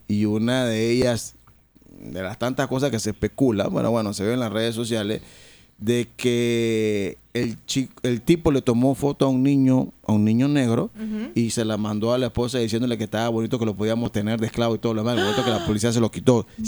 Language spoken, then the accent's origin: Spanish; Colón, Panama; a pesar de que son o somos negros, o somos de Colón.